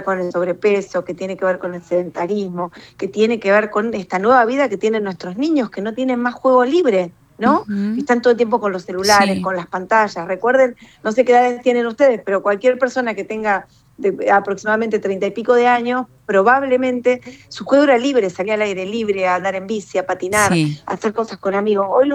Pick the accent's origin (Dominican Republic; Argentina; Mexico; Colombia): Argentina; Rosario, Santa Fe; now in Rafaela, Argentina; yo soy rosarina, pero vivo en Rafaela.